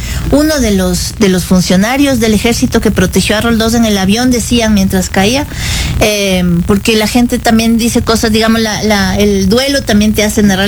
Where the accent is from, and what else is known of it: Quito, Pichincha, Ecuador; born there